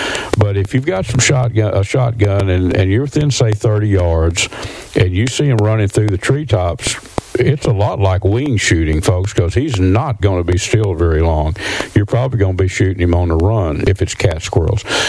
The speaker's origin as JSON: {"language": "English", "area": "Red River County", "region": "Texas", "country": "United States", "tie": "born or raised there", "said": "When I grew up in East Texas, I grew up in Northeast Texas, up in Red River County, which is very rural still, and it's up on the Red River up that way, northeastern part of the state."}